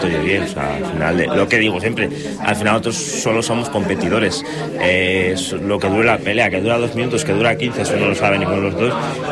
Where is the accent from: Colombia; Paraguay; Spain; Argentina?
Spain; Bilbao, Basque Country; moved away as an adult; also born or lived in Mungia / Sondika / Castro Urdiales; now in Vitoria, Spain; Yo nací en Bilbao y me crié en San Fran, en el barrio de San Francisco. También estoy viviendo entre Munguía, Sondica, Castro Urdiales, pero yo soy de Bilbao, vaya.